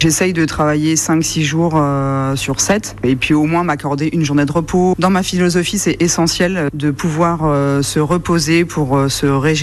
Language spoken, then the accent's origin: French; Paris, Île-de-France, France; also born or lived in Val-de-Marne; now in Tosse, France; J'ai grandi à Paris et dans le Val-de-Marne.